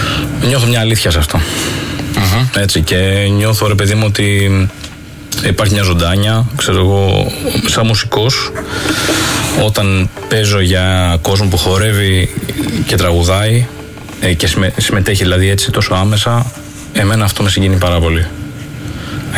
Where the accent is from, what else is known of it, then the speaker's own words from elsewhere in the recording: Athens, Attica, Greece; Εγώ μεγάλωσα και εγώ εδώ Αθήνα. Ο πατέρας μου είναι από τη Μυσσηνία.